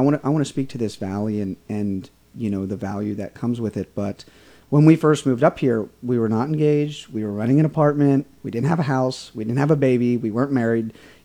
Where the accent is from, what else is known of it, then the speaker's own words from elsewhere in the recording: Lebanon, Pennsylvania, United States; moved away as an adult; also born or lived in Los Angeles; I grew up in Lebanon, PA